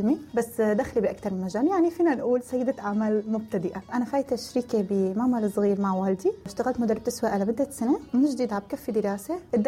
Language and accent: Arabic; Aleppo, Aleppo Governorate, Syria; moved away as an adult; also born or lived in Dubai; now in Gaziantep, Turkey; من حلب، مقيمة بعنتاب. جيت على تركيا بال 2013، بعدين سافرت على دبي بال 2014، ورجعت من الإمارات تقريبا بال 2019. صار لي مقيمة هون بتركيا شي 7 سنين تقريبا